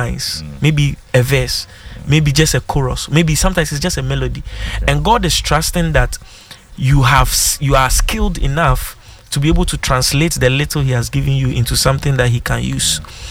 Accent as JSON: {"language": "English", "country": "Ghana", "said": "I didn't like the fact that people did not see me as Ghanaian."}